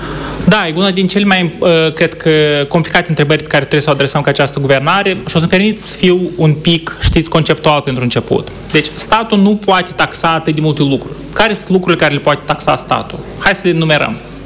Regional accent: Vălcineț, Călărași District, Moldova; Eu sunt un băiat simplu, părinții mei sunt din Călăraș, Vălcineț, acolo am petrecut copilăria și eu cred că asta m-a format ca om.

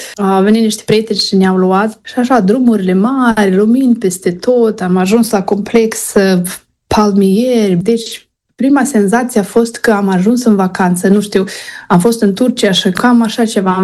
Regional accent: Moldova; moved away as an adult; now in Arizona, United States; noi când venim din Moldova, venim dintr-o societate, nu știu, mai încruntată, mai serioasă

